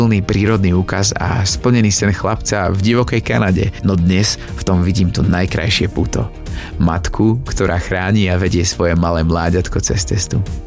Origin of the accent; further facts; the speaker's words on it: Žilina Region, Slovakia; Keďže pochádzam z Liptova, téma medveďov sa okolo mňa zakráda celý život.